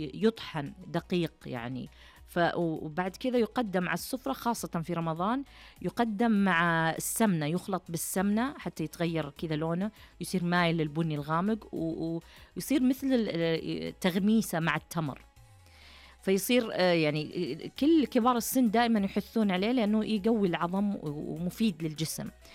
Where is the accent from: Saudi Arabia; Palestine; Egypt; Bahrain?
Saudi Arabia; Najd; إحنا عندنا في نجد مثلا الدخن يحمس ويملح وبرضو يطحن دقيق